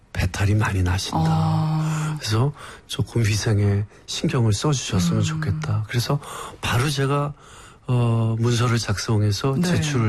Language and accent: Korean; Seoul, South Korea; 그리고 저도 서울에서 태어나서 교육을 받으면서 서울에서 자랐고요.